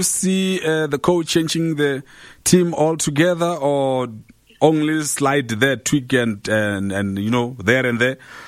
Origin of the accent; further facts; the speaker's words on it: South Africa; us as South African